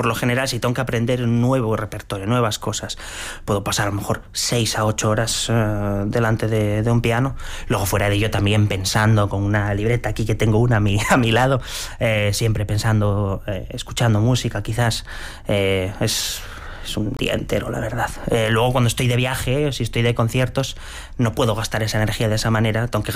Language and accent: Spanish; Spain; moved away as an adult; also born or lived in Madrid / New York; now in Warsaw, Poland; mi carácter es, obviamente, de español. Mis padres son de Asturias y León